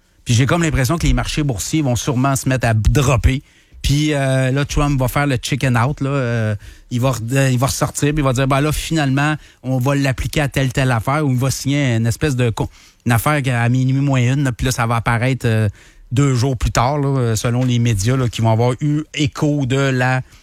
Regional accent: Canada; Moi, je suis Canadien, là.

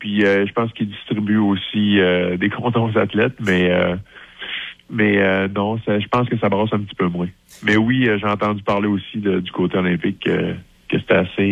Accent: Quebec, Canada; je viens du Saguenay-Lac-Saint-Jean

